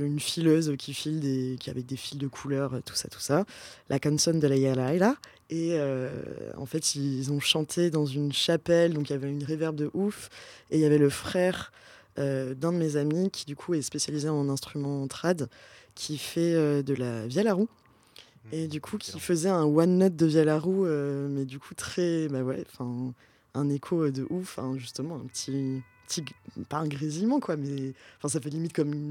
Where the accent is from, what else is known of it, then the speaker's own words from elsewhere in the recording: Pau, Nouvelle-Aquitaine, France; je viens du sud-ouest de la France. Je viens de Pau, dans le Béarn.